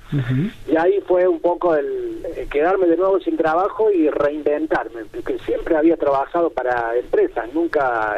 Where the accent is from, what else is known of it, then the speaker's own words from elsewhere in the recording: Río Tercero, Córdoba, Argentina; Mira, en realidad yo soy originario de Río Tercero, bueno, allá me crié y estudié, y bueno, allá viví con mis padres.